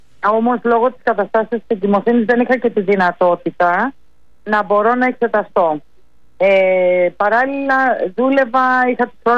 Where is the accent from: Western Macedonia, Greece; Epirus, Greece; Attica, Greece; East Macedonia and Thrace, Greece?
Attica, Greece; Athens; born there; Γεννήθηκα στην Αθήνα, η καταγωγή μου είναι από τη Μάνη, Λακωνική Μάνη, ναι.